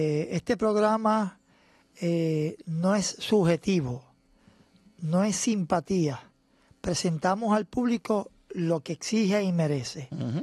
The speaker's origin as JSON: {"language": "Spanish", "country": "Puerto Rico", "said": "Había unos usher acomodadores boricuas que nos vieron identificados como boricuas"}